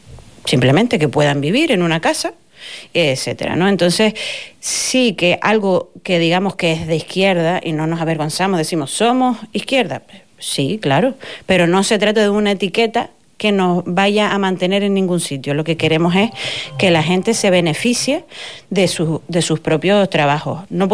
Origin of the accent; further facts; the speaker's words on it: Canary Islands, Spain; y dentro de Drago Canarias, pues nosotros somos los majoreros, digamos, ¿no?